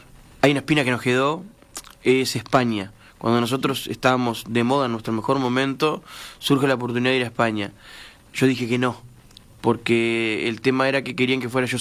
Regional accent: Mendoza, Florida, Uruguay; Yo soy de Mendoza

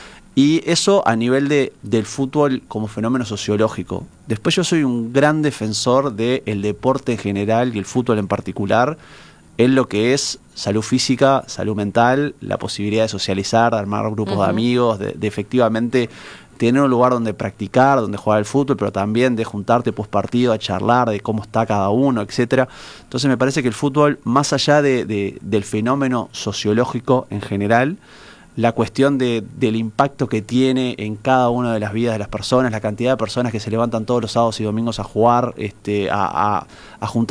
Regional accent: Uruguay; no somos tan patrióticos de que sacamos constantemente la camiseta de que somos uruguayos.

